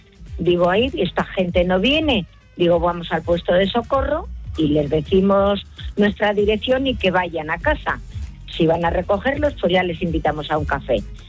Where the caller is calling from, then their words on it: Burgos, Castile and León, Spain; Soy de Burgos.